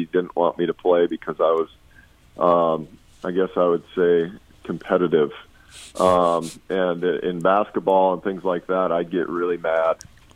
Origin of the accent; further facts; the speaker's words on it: Sioux Falls, South Dakota, United States; I grew up here in Sioux Falls. I grew up on the west side of town, went to Roosevelt.